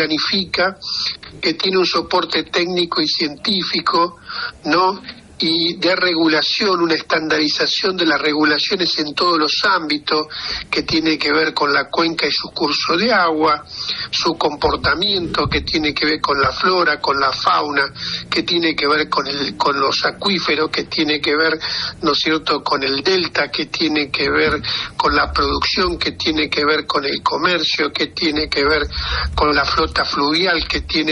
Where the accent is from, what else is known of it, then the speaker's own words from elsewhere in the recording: Argentina; los argentinos